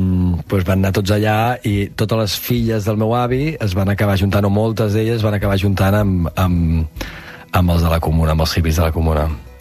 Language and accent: Catalan; Verges, Catalonia, Spain; Jo vaig viure a Verges, vaig créixer a Verges. La meva família de l'Empordà és de Verges. Som fills de Verges, de tota la vida.